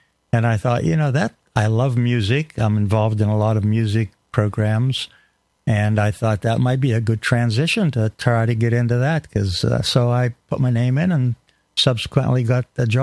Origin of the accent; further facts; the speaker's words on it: Pennsylvania, United States; Started out in Pennsylvania. I grew up in Pennsylvania, west central PA in the mountains. Went to college at Penn State for law enforcement and corrections.